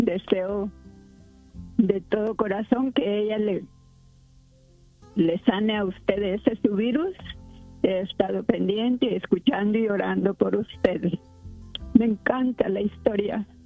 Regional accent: El Salvador; now in Denver, United States; en mi país, El Salvador, allá en la ciudad pequeña donde yo nací y crecí

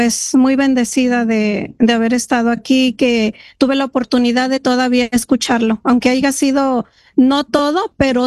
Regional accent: Chicago, Illinois, United States; now in Elmhurst, United States; Estoy aquí como a 7 minutos. Yo soy de aquí de Chicago, pero vivo aquí en el área de Elmhurst.

